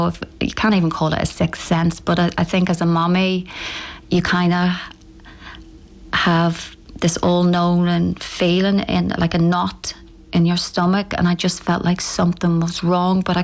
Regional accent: Lisnaskea, Northern Ireland, United Kingdom; moved away; we're originally from Lisnaskey

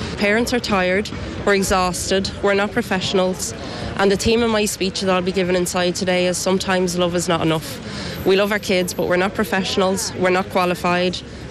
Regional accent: Wexford, Leinster, Ireland; I'm here from Wexford

